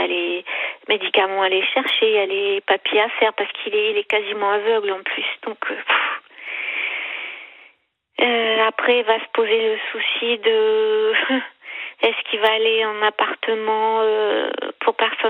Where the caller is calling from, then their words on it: Hauts-de-France, France; Moi, je suis en Picardie.